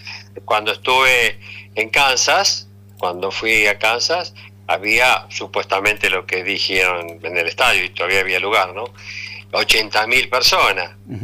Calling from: El Calafate, Santa Cruz, Argentina; ¿usted es argentino? Le digo, sí, vine de Argentina.

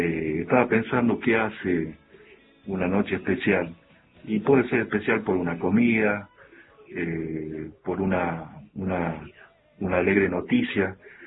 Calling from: Salta, Argentina; de Terral Salta.

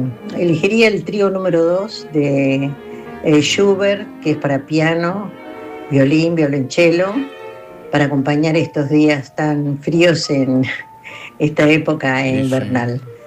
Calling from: Buenos Aires, Argentina; de Palermo

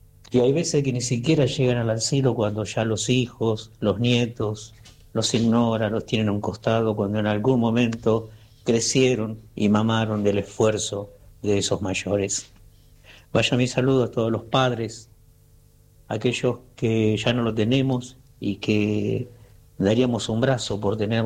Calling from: Merlo, Buenos Aires Province, Argentina; soy de Merlo.

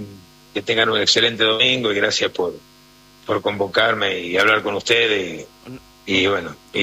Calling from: Quito, Pichincha, Ecuador; yo vivo en Quito, es decir, mi sitio es Quito, Lumbici

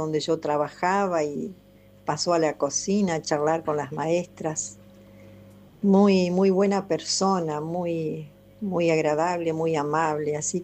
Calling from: Viale, Entre Ríos, Argentina; de Viale.

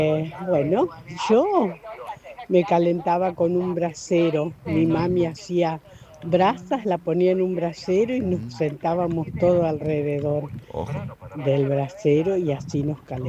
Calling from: Argentina; de Callastacito.

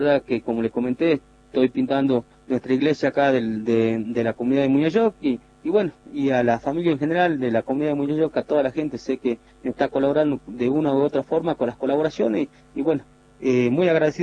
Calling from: Muñayoc, Jujuy, Argentina

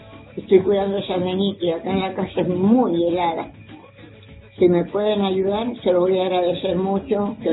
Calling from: Cuadro Venegas, Mendoza, Argentina; Soy una abuelita de Cuadro Venegas … vivo acá en Pedro Vargas

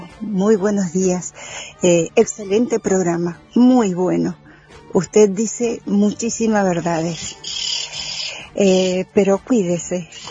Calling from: Rama Caída, Mendoza, Argentina; soy de Rama Caída

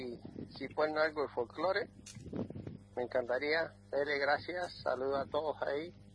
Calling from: Jaime Prats, Mendoza, Argentina; Yo soy de Jaime Prat

